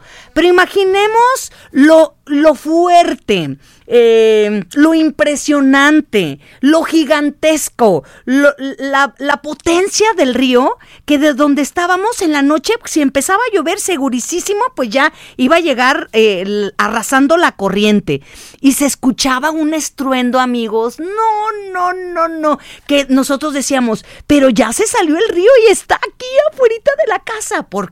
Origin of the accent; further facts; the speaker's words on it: San Sebastián, Jalisco, Mexico; de San Sebastián, municipio de Poncitlán.